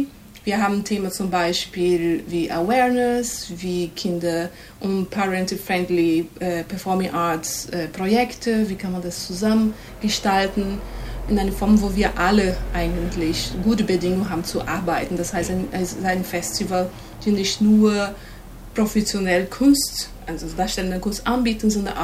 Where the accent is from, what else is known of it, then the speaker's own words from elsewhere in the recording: Brazil; German is a second language; now in Germany; also ich komme aus Brasilien, ich habe Theater studiert in der Universität, Theaterpädagogik.